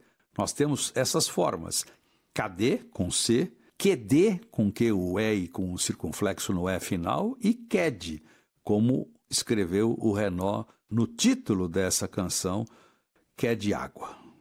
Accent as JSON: {"language": "Portuguese", "town": "Guaratinguetá", "region": "São Paulo", "country": "Brazil", "tie": "born there", "said": "Meu vizinho, eu nasci em Guaratinguetá. Somos vizinhos de natalidade."}